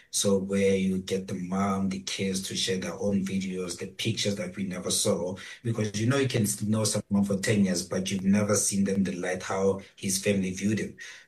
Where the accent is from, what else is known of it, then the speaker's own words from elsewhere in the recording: North West, South Africa; moved away; I'm from Northwest in Utsuseng.